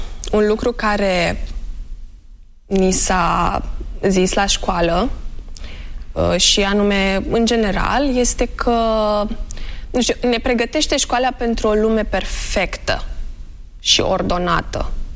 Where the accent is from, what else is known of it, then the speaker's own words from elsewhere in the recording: Chișinău, Moldova; moved away; când am crescut eu acolo